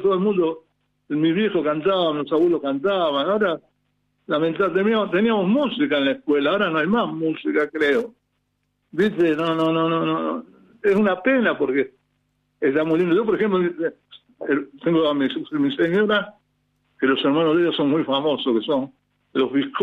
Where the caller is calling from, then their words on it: Buenos Aires, Argentina; yo soy porteño. Mi papá y mi mamá se conocieron en Almagro bailando tango.